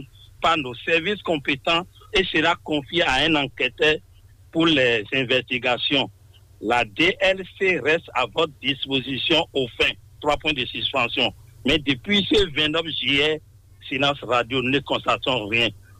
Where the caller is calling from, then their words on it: Cotonou, Littoral, Benin; De Cotonou, Misebo, 5e arrondissement.